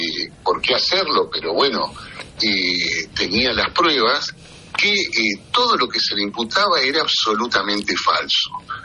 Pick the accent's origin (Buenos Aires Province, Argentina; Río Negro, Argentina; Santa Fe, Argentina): Santa Fe, Argentina; moved away as an adult; now in Rosario, Argentina; yo soy de la zona.